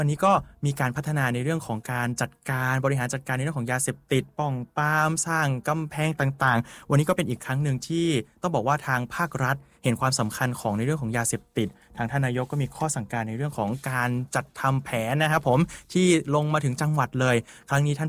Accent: Pa Sang, Lamphun, Thailand; also born or lived in Chiang Mai; ผมเป็นคนลำพูนตั้งแต่เกิด

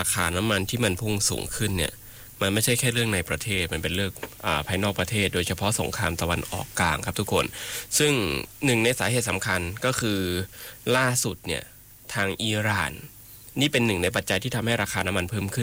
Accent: Isan, Thailand; moved away; คนที่อยู่อย่างเรามาจากภาคอีสาน

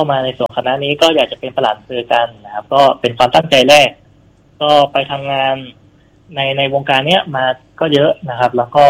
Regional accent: Nan, Thailand; born there; moved away as an adult; also born or lived in Chiang Mai / Mae Hong Son; now in Phop Phra, Thailand; ก็มาอยู่ที่เชียงใหม่ครับเกิดที่น่านแล้วก็ย้ายมาอยู่ที่เชียงใหม่ช่วงที่เรียนมช

